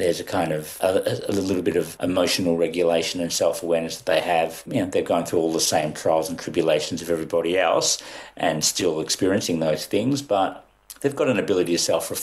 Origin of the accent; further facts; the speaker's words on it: Melbourne, Victoria, Australia; also born or lived in India; And then we eked out a existence in the suburbs of Melbourne, trying to learn how to be as Aussie as the Aussies were in order to fit in.